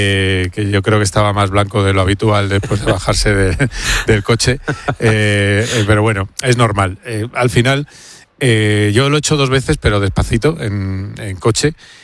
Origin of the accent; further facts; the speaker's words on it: Madrid, Community of Madrid, Spain; yo como madrileño